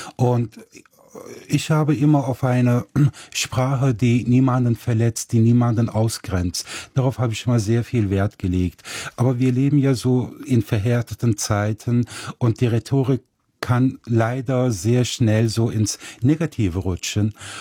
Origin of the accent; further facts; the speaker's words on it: Nettetal, North Rhine-Westphalia, Germany; Ich bin ja in der Provinz Nettetal geboren. Da bin ich groß geworden. Heute lebe ich immer noch in Nettetal. Also ich bin aus Nettetal nicht rausgekommen.